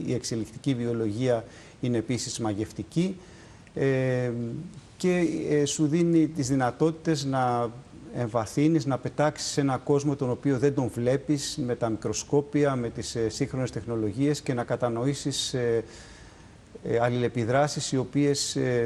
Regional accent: Athens, Attica, Greece; moved away as an adult; now in Crete, Greece; είμαι από την Αθήνα, είμαι στο Γεωπονικό Πανεπιστήμιο Αθηνών, αλλά εδώ και 25 χρόνια έχω ριζώσει στην Κρήτη.

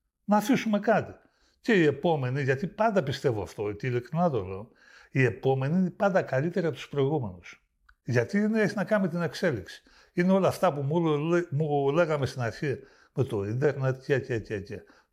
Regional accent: Greece

